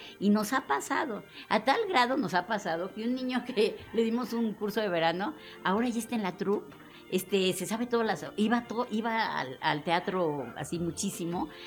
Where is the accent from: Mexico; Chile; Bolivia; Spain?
Mexico; pero no, nosotros somos mexicanos y lo hacemos bien bonito.